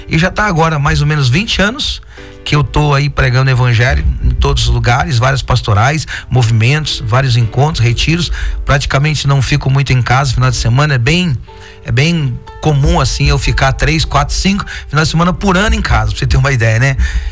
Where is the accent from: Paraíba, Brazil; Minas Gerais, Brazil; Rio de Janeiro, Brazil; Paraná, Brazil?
Paraná, Brazil; Londrina; Às vezes eu fico vendo meus irmãos lá da minha cidade, Londrina, da minha comunidade